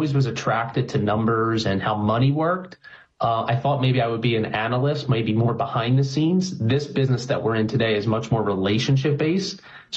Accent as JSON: {"language": "English", "town": "Philadelphia", "region": "Pennsylvania", "country": "United States", "tie": "born or raised there", "said": "Herb, I grew up in the Overbrook section of Philadelphia. I'm the youngest of three. I have two older sisters."}